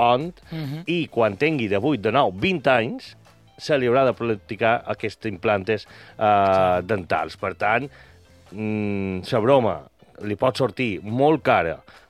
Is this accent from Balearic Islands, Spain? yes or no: yes; Inca, Balearic Islands, Spain; born there; jo sóc nascut a Inca